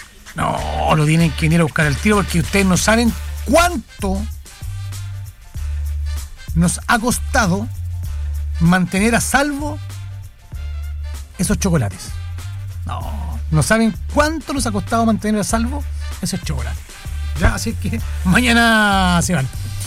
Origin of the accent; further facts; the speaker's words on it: Chile; lo fome es cuando te reconocen como chileno en otro país y te asocian de inmediato con la delincuencia.